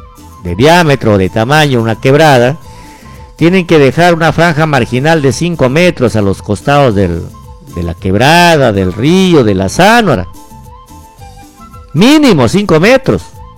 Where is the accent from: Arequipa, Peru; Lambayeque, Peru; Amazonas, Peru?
Amazonas, Peru; Bagua Grande; yo soy natural de Bagua Grande